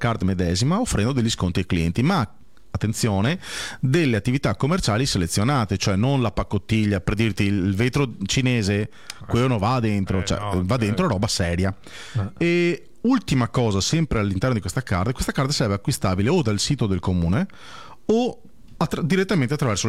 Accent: Veneto, Italy; io da buon veneto

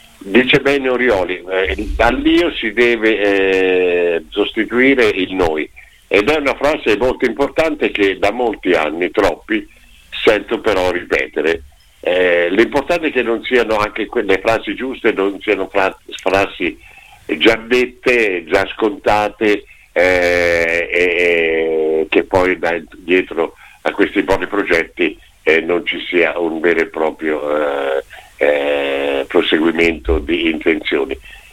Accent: Perugia, Umbria, Italy; Sempre in mezzo io, che non sono di Macerata ma sono di Perugia.

